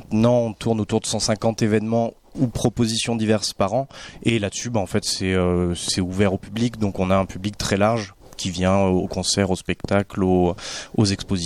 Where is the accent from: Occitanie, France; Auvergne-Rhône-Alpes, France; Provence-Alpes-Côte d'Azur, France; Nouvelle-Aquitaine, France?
Occitanie, France; moved away as an adult; also born or lived in Belgium; Moi je suis originaire de Lozère, je suis né en Lozère, je suis parti faire mes armes en Belgique, entre autres dans des études de design, graphisme, etc.